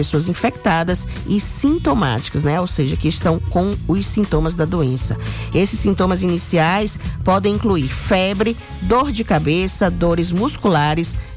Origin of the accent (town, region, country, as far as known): Brazil